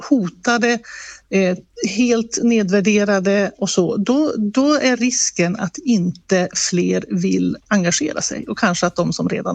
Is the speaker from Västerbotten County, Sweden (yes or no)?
yes; Västerbotten County, Sweden; born there; accent: Västerbotten; now in Nässjö, Sweden; Även jag har en brytning när jag pratar i Nässjö för jag har västerbottniskt ursprung.